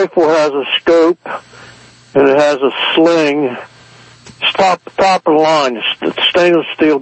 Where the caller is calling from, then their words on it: Catonsville, Maryland, United States; I'm in Catonsville.